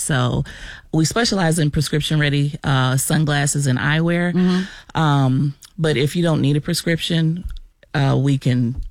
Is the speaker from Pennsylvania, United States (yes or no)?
no; Chicago, Illinois, United States; you know, I'm from Chicago, so but you know, we only had like a few options to pick from